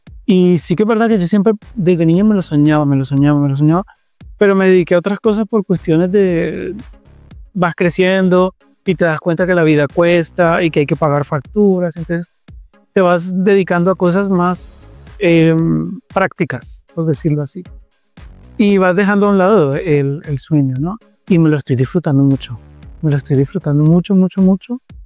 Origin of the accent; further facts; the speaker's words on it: Bogotá, Bogotá D.C., Colombia; also born or lived in Barranquilla; Bueno, yo me he criado la mayor parte en Bogotá. Soy nací en Barranquilla, pero me he criado la mayor parte en Bogotá.